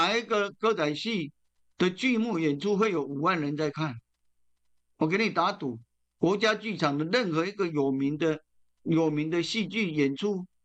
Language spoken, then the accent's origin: Chinese; Taiwan